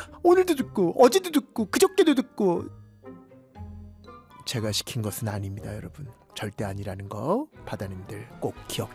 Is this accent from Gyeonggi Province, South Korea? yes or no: no; Seoul, South Korea; 서울 사람이라서 제가 또 서울 그 또 8학군 출신이라